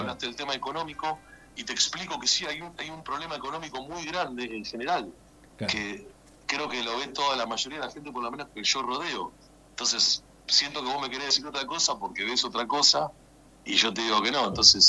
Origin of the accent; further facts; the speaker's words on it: Villa Martelli, Buenos Aires Province, Argentina; yo soy de Villa Martelli